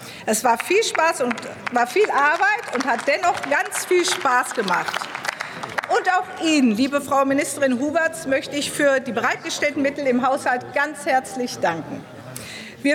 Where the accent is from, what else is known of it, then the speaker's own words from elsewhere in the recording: Herdecke, North Rhine-Westphalia, Germany; bis hin zu 25 Jahren praktischer Verantwortung als Baudezernentin und Bürgermeisterin meiner Heimatstadt Herdecke.